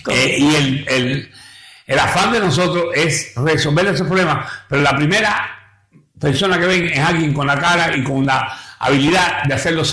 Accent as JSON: {"language": "Spanish", "country": "Cuba", "lives_now": "New York, United States", "said": "para aquellos ustedes que no lo saben, yo soy cubano"}